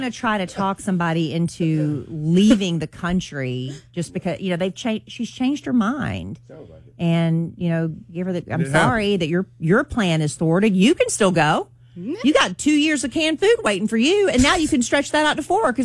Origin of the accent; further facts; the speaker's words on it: United States; born there; I'm very, very thankful that I was born in America.